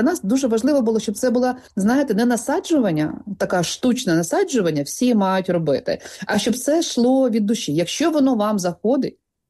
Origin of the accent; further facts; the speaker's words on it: Polesia, Ukraine; Я з Полісся, і в моєму дитинстві не було тортів, пляцків.